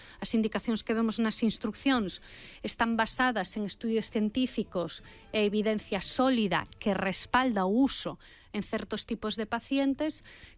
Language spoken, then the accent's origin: Galician; Moeche, Galicia, Spain; eu son de Moecha, non? Entón, vin como se facían os chourizos